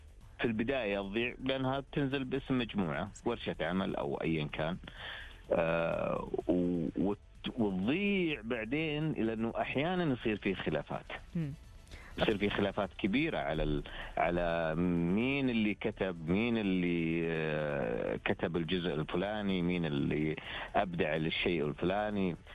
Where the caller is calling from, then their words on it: Khobar, Eastern Province, Saudi Arabia; من الخبر.